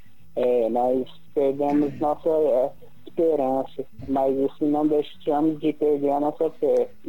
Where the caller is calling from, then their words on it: Lagoa da Prata, Minas Gerais, Brazil; sou de Lagoa da Prata, Minas Gerais.